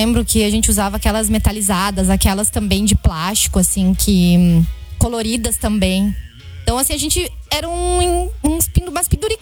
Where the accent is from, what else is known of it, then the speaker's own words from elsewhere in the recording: Rio Grande do Sul, Brazil; moved away; Lá na minha terra, Rio Grande do Sul.